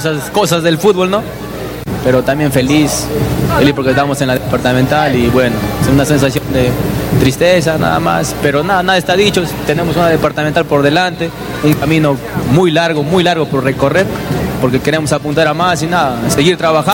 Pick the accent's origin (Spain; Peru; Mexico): Peru; San Martín; soy de Aita también